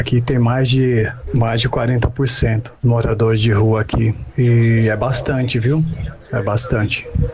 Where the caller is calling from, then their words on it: Praia Grande, São Paulo, Brazil; de Praia Grande.